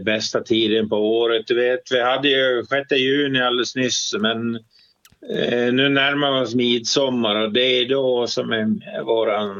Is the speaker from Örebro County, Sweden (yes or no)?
no; Gotland, Sweden; jag kommer från Gotland och jag har ju gjort min militärtjänst här på Gotland, ja.